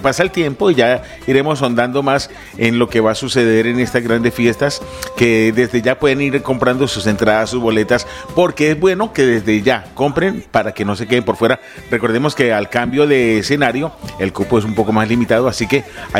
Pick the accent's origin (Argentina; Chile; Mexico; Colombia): Colombia; now in Zaragoza, Spain; todos los colombianos que estamos acá en Zaragoza